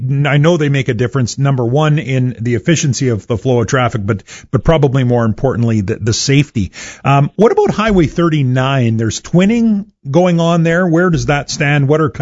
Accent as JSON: {"language": "English", "town": "Abernethy", "region": "Saskatchewan", "country": "Canada", "tie": "born or raised there", "moved": "yes", "said": "I'm born and raised in the Abernethy area. I still head out that way quite a bit"}